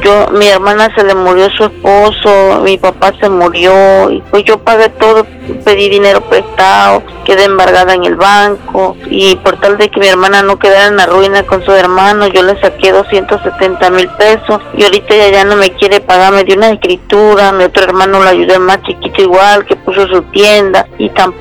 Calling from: Cárdenas, Tabasco, Mexico; De aquí, de Cárdenas, Tabasco.

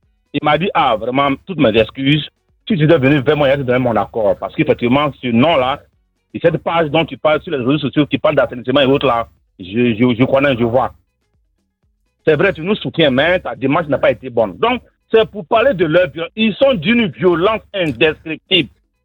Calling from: Côte d’Ivoire; Nous sommes des humains, nous sommes des Ivoiriens.

